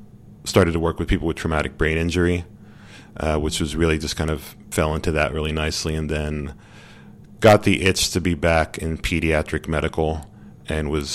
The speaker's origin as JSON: {"language": "English", "region": "Pennsylvania", "country": "United States", "said": "I'm from Pennsylvania originally"}